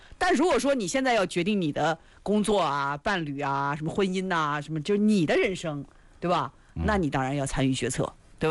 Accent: China; 我们中国人

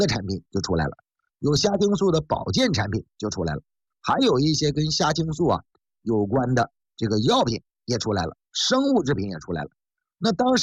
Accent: China; 但是在国内，我们中国人聪明啊

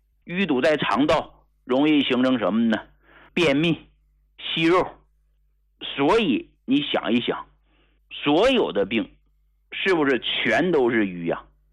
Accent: Hegang, Heilongjiang, China; 就我到今天我依然没有忘记我是从哪儿来的。你看我现在我的身份证依然是黑龙江鹤岗工农区的，

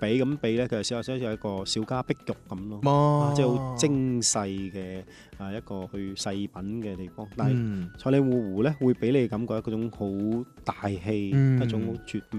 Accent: Guangdong, China; 同我哋廣東人

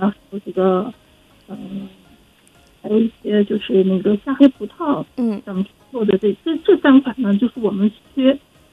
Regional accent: Xinjiang, China; 江阴的这个哈密咸奶茶是咱们新疆人自己的珍珠奶茶

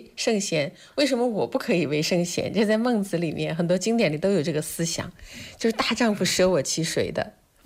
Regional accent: China; 我们中国人

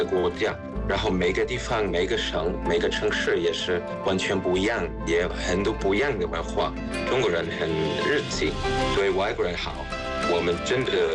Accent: Trier, Rhineland-Palatinate, Germany; Chinese is a second language; moved away as an adult; also born or lived in Hong Kong; now in Shanghai, China; 我来自于德国特里亚，我住在中国8年，我在贸易公司在上海工作，我本科在德国读书，然后我在复旦大学和香港大学读了 MBA

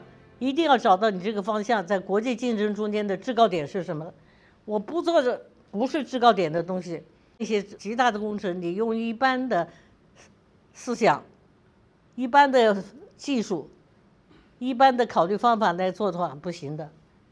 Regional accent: China; 我们中国人一点不比外国人差

